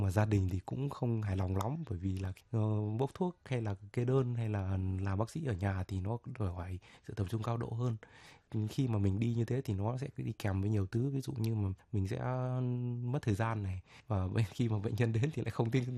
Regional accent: Thái Bình, Vietnam; tôi đã đi xe máy từ Thái Bình sang

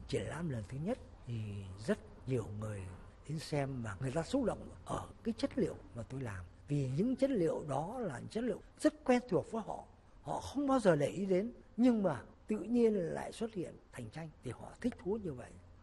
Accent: Bac Giang, Vietnam; now in Hanoi, Vietnam; Thực ra thì quê tôi là ở Bắc Giang. Thế bây giờ tôi sống ở Hà Nội cũng lâu rồi, từ năm 51 cơ.

